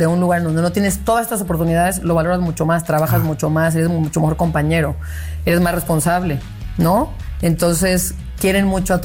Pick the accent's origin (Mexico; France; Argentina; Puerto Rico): Mexico; moved away as an adult; una mexicana.